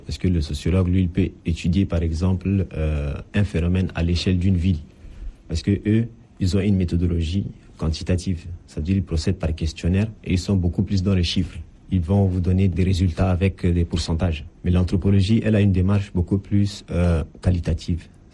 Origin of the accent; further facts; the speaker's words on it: N'Djamena, Chad; born there; comme je suis né en N'Djamena, j'étais coupé de ma racine culturelle, en fait.